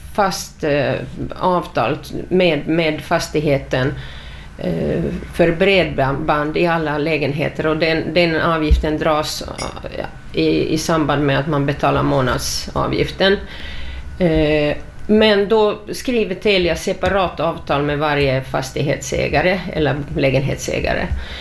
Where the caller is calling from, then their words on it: Finland; Jag är finsk medborgare och vi har adressen här.